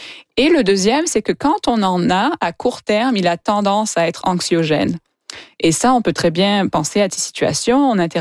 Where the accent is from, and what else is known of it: Quebec, Canada